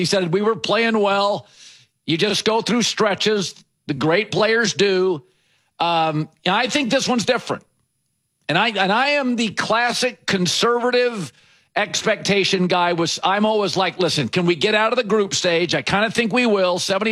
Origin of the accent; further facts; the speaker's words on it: United States; because I'm the American media member that always has very conservative expectations.